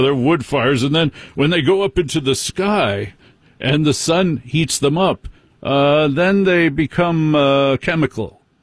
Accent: New Jersey, United States; I'm from Jersey.

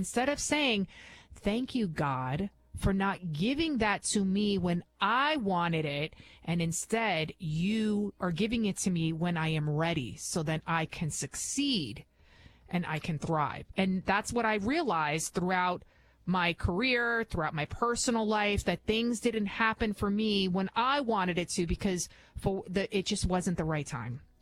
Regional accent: Bronx, New York, United States; English is a second language

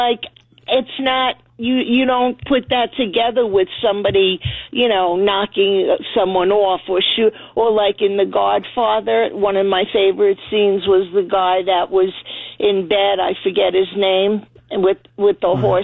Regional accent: New York, United States; Oh, well, I'm Italian. I grew up in New York.

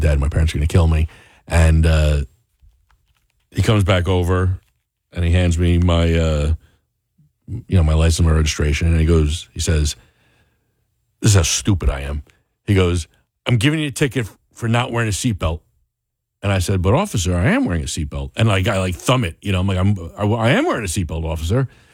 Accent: Parsippany, New Jersey, United States; I grew up in Parsippany

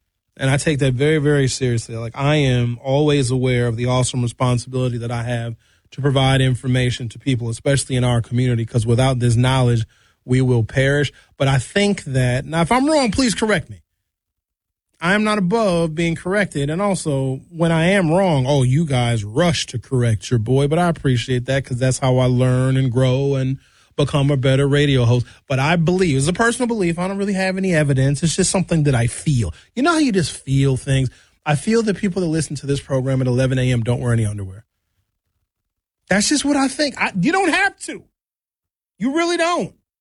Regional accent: United States; now in Milwaukee, United States; I'm an American

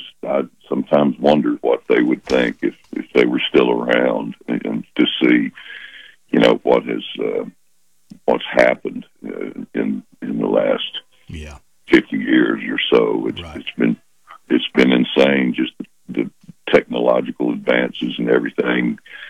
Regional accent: Louisiana, United States; I live about 50 miles from Shreveport

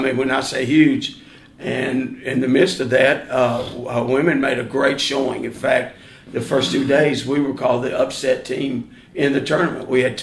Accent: Leland, Mississippi, United States; moved away as an adult; also born or lived in Tulsa, Oklahoma; now in Southwest Mississippi, United States; I'm from the Delta, Leland, Mississippi. And there's not that many … in Mississippi.

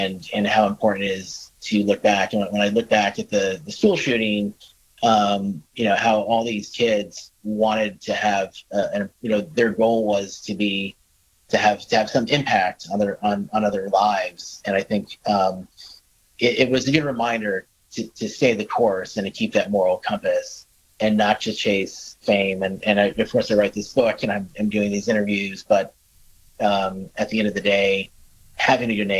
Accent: Bethel, Connecticut, United States; And I grew up in Bethel, Connecticut, which is very close to Newtown.

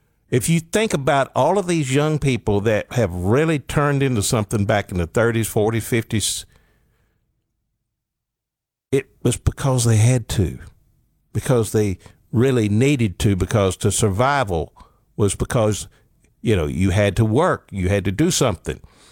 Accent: Alabama, United States; I grew up in Northeast Alabama on a mountain.

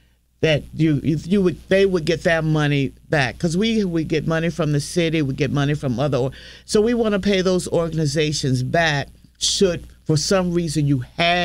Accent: Esmont, Virginia, United States; Originally, I'm from Esmont, but I also live in the Fifield neighborhood.

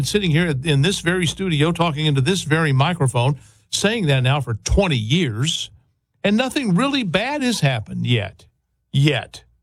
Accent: Dallas, Texas, United States; Let's start off with Steve in Dallas, my hometown here in Texas, where it is a balmy, 96 degrees.

